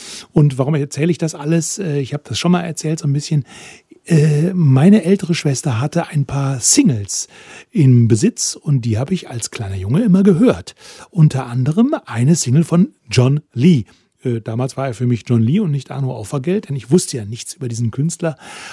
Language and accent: German; North Rhine-Westphalia, Germany; aber der Mann kam aus dem Münsterland, aus meiner Heimat.